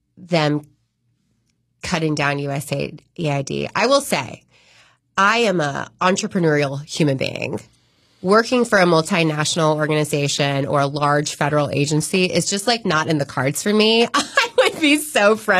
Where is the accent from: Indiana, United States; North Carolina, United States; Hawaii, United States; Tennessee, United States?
North Carolina, United States; Raleigh; So my parents were divorced when I was 5, and my mom lived in North Raleigh, and my dad lived in South Raleigh and Southeast Raleigh when I was really little.